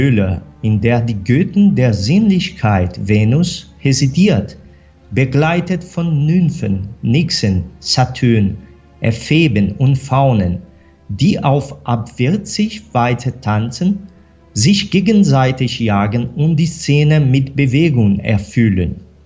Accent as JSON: {"language": "German", "country": "Brazil", "said": "ich bin Brasilianer."}